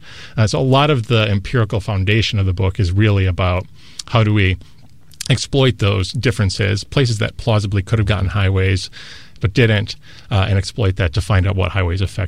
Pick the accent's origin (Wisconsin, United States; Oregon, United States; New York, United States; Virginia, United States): Wisconsin, United States; I'm from Wisconsin